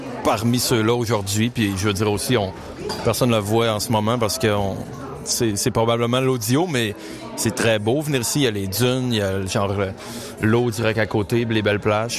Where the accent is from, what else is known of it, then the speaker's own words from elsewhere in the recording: Saint-Prime, Quebec, Canada; Je viens de Saint-Brime au Lac-Saint-Jean, au Québec, au Canada.